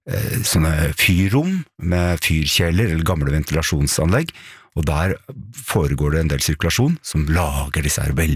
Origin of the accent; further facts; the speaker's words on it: Edmonton, Alberta, Canada; Dette er altså kanadiske forskere fra Edmonton, og det kommer til å være et poeng snart at jeg er fra Edmonton.